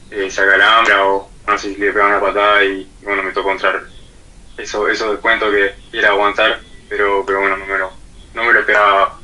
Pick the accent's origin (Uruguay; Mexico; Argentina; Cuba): Uruguay; San José; moved away; yo tengo 19 años y soy de San José.